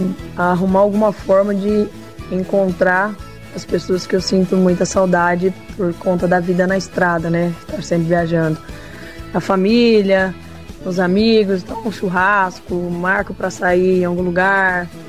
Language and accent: Portuguese; Cuiabá, Mato Grosso, Brazil; lá na minha cidade natal, que é Cuiabá, no Mato Grosso.